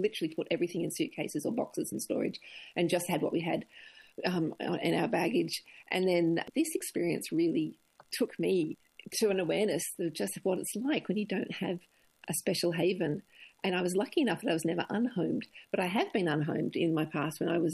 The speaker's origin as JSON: {"language": "English", "town": "Melbourne", "region": "Victoria", "country": "Australia", "tie": "born or raised there", "moved": "as an adult", "lives_now": "New South Wales, Australia", "said": "I was raised in Australia in a very kind of Englishy, intellectual, in a city kind of way."}